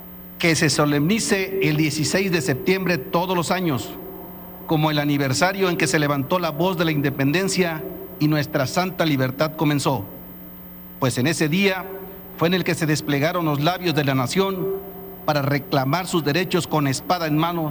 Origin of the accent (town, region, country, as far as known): Mexico